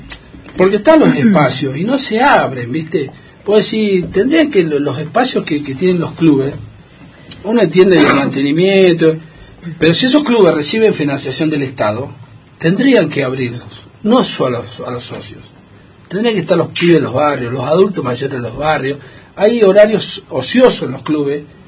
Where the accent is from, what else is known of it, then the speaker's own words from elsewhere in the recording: Argentina; somos argentinos